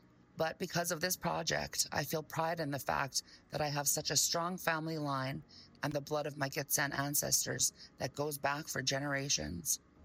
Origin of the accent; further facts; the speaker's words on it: Manitoba, Canada; because I'm also half Cree. I grew up in Manitoba.